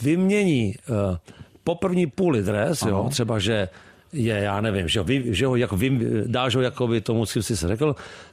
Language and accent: Czech; Prague, Czechia; born or raised there